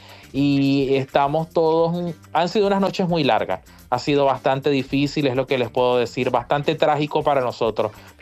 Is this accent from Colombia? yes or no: no; Venezuela; moved away as an adult; now in Chile; quienes somos venezolanos y aún tenemos allí nuestros familiares dentro del país.